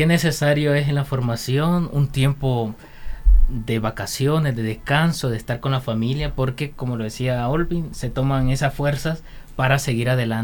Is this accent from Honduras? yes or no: yes; Choluteca, Honduras; moved away as an adult; now in Tegucigalpa, Honduras; Soy de Choluteca, entonces igual, por allá ahorita oscila entre 40 y 42 grados